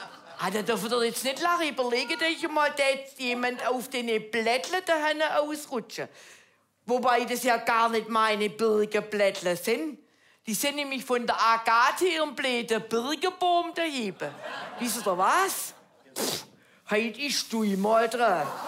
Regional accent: Baden-Württemberg, Germany; Das ist ja bei uns im Schwabenland auch geschriebenes Gesetz, aber jeder hält sich dran.

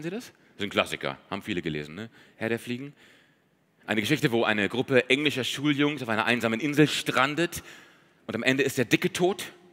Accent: Hanover, Lower Saxony, Germany; Ich würde Ihnen einfach total gerne ein paar Fotos zeigen aus meiner Kindheit in Hannover.

